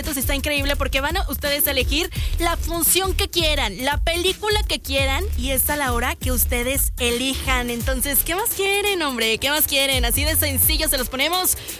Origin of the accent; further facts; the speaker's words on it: Mexico; nosotros los mexicanos